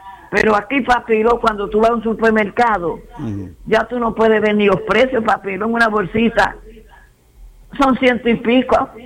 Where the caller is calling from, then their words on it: Puerto Rico; como buena boricua. Yo llevo aquí desde el 90